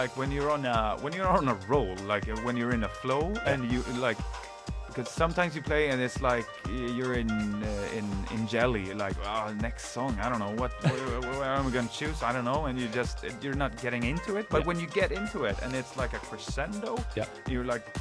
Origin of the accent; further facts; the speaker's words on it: Laholm, Halland County, Sweden; moved away; back where I grew up in Laholm.